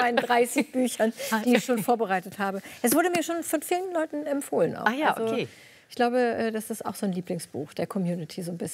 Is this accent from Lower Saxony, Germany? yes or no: yes; Braunschweig, Lower Saxony, Germany; Das spielt in der niedersächsischen Provinz, so ein bisschen in der Nähe, wo ich herkomme, Braunschweig, so Zonenrandgebiet